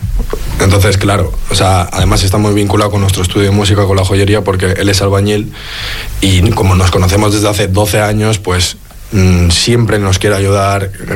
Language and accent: Spanish; Basque Country, Spain; yo también soy de Ezkerraldea